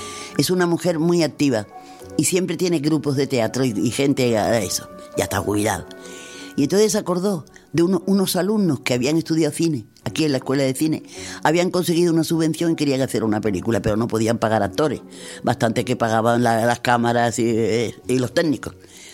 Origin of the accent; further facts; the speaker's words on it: Andalusia, Spain; La época en que los andaluces pasábamos por tontos